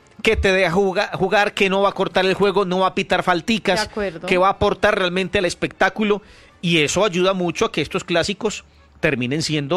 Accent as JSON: {"language": "Spanish", "town": "Pereira", "region": "Risaralda", "country": "Colombia", "said": "Yo soy de Pereira."}